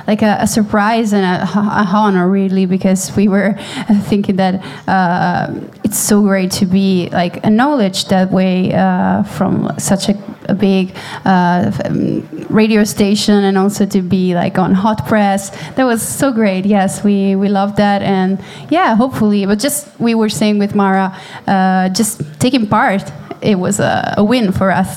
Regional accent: Rome, Lazio, Italy; English is a second language; moved away as an adult; now in Dublin, Ireland; I'm from Rome.

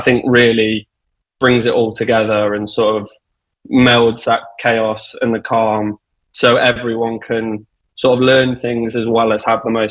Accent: Derby, East Midlands, United Kingdom; I'm from the Midlands, sort of around Derby area.

